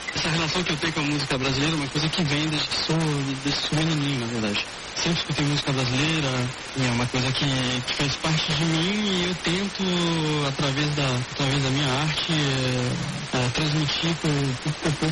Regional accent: France; also born or lived in Brazil; Eu sou francês, apaixonado pelo Brasil. Vivi, passei boa parte da minha infância no Brasil e foi uma coisa que me marcou.

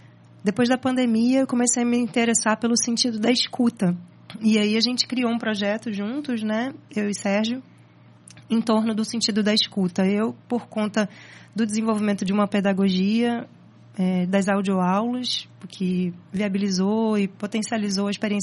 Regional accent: Rio de Janeiro, Brazil; now in Recife, Brazil; Então, eu desde que me mudei para cá, sou carioca, vivo aqui há 25 anos

